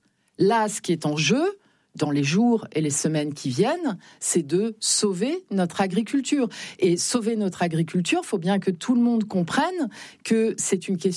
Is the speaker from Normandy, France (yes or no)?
no; Nouvelle-Aquitaine, France; Moi, chez moi, en Deux-Sèvres, la courbe de la disparition des oiseaux et des insectes